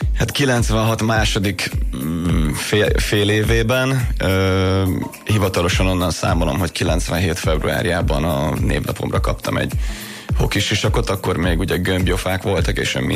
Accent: Dunaújváros, Fejér, Hungary; Dunajavárosban rengeteget, az utánpótlás éveimet is számolva.

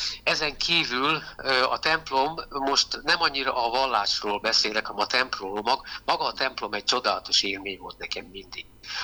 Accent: Pápa, Veszprém County, Hungary; born there; also born or lived in Budapest; hát ugye katolikus családba nőttem fel, és sokat jártam a templomba, első áldozó, stb. Minden volt, ami ugye hozzájár a katolikus család és a tradíciókhoz. És ezen kívül az én drága apai nagymamám, pápa, émerint pápán születtem

